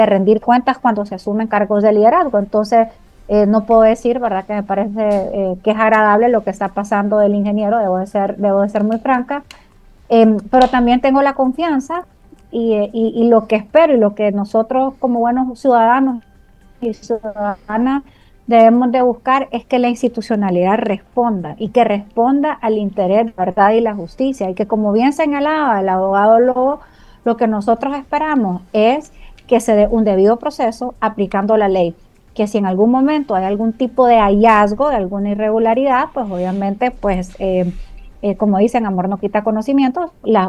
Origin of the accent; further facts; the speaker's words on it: Honduras; como buenos hondureños y hondureñas, esperamos realmente que el sector justicia responda